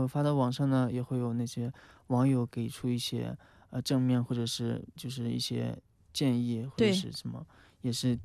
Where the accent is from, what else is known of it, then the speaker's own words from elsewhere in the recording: Shaanxi, China; also born or lived in Xinjiang; 我当时因为在新疆读的大学，然后。我们的贝斯手是东北的，我是陕西的